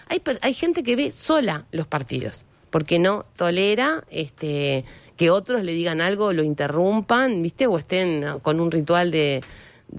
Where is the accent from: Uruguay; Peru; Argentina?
Uruguay; soy mala uruguaya